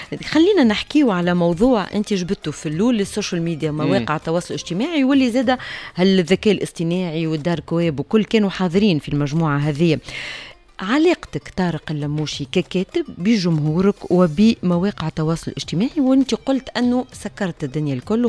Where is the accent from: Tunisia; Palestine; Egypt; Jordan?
Tunisia; احنا كتوانسه